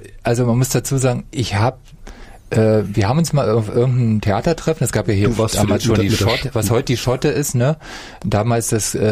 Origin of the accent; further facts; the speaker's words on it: Gardelegen, Saxony-Anhalt, Germany; now in Erfurt, Germany; Ich komme aus Sachsen-Anhalt übrigens.